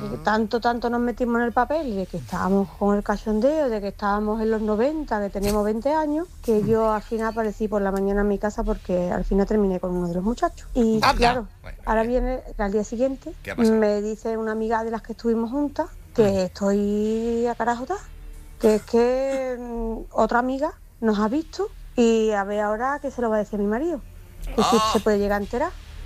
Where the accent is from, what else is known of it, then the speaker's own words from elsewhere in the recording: Seville, Andalusia, Spain; Soy de Sevilla, llevo 3 años yendo al concierto de I Love the 90s con mis amigas.